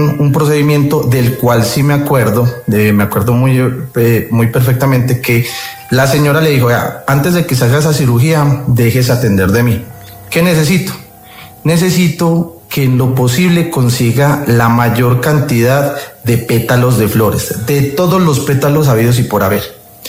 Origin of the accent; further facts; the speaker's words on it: Ipiales, Nariño, Colombia; yo soy de una ciudad del departamento de Nariño que se llama Ipiales, la frontera con el Ecuador. Actualmente vivo en Antioquia